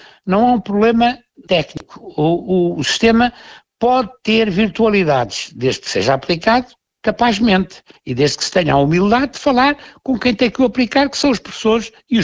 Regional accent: Portugal; Somos nós portugueses, somos os descendentes de Afonso de Albuquerque

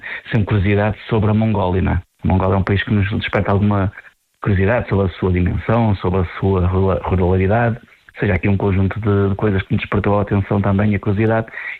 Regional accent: Paredes, Norte, Portugal; Paredes porque é a minha terra

